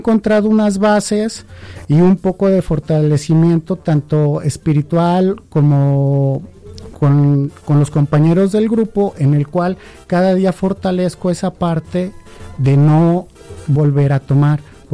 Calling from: León, Guanajuato, Mexico; Y yo formo parte de un grupo de aquí de León, Guanajuato, que se llama

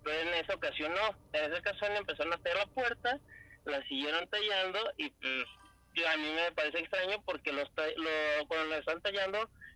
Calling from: Zapopan, Jalisco, Mexico; De Zapopan.

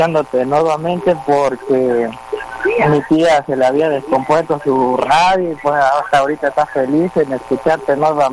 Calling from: Palenque, Chiapas, Mexico; Desde Palenque

